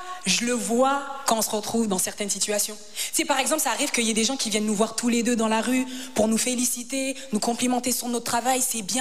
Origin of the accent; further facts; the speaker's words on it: Senegal; Moi, les gars, je suis sénégalaise, hein.